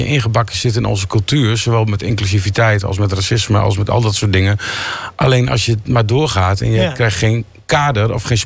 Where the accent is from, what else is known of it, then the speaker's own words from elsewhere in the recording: Netherlands; Want ik ben echt een Hollander. Ik kom uit een boerenstreek. We waren vroeger geen donkere mensen. Dus je groeit toch met een bepaald wit beeld op van de maatschappij.